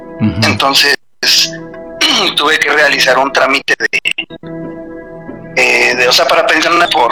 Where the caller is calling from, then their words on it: Mexico City, Mexico; Hablo de la alcaldía Coajimalpa.